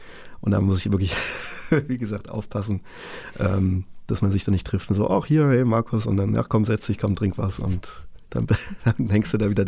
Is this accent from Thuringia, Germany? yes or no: yes; Ilmenau, Thuringia, Germany; ich musste zurück nach Ilmenau, wo ich herkomme.